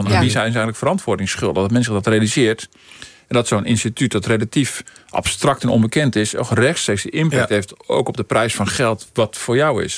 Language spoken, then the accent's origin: Dutch; Netherlands; Dat wij als Nederlanders ook vertrouwen blijven houden in die centrale bank